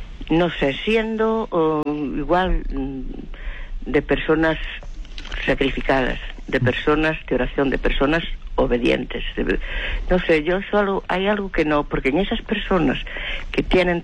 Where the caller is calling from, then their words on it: Lugo, Galicia, Spain; Llamo desde Lugo.